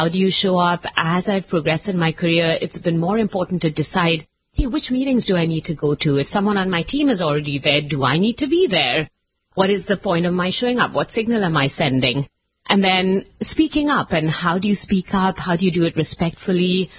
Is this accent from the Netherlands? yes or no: no; Mumbai, Maharashtra, India; moved away as an adult; now in United States; I was born in Mumbai and I actually spent my first 21 years there. I came to the U.S. to do my master's at Brandeis University.